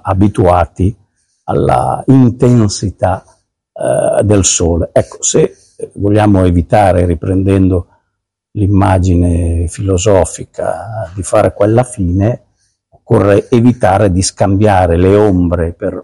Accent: Piedmont, Italy; No, ma sai, io vengo dalla Val d'Ossola, quindi ho i miei limiti oggettivi e geografici.

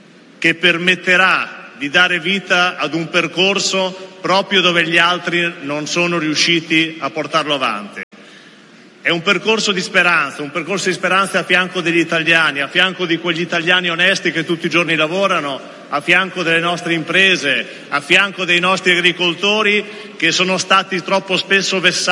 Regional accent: Emilia-Romagna, Italy; also born or lived in Modena / Ferrara; Io ve lo dico da emiliano, vengo da Modena e vengo da Ferrara

